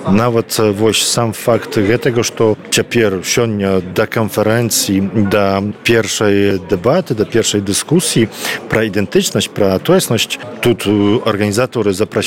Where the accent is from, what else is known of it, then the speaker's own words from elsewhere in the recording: Podlaskie Voivodeship, Poland; мы тут на Белосточыне існуем, мы таксама беларусы